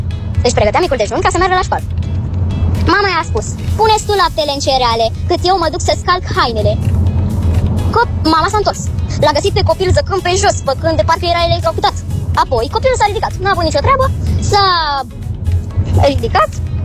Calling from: Ploiești, Prahova, Romania; gata, din Ploiești.

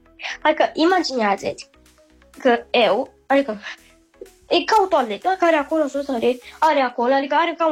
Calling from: Bucharest, Romania; din București și am 10 ani.

